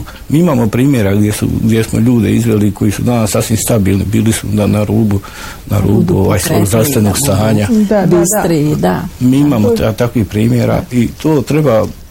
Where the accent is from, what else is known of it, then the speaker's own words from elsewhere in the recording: Dragunja, Federation of Bosnia and Herzegovina, Bosnia & Herzegovina; Mi iz Dragunje smo ponosni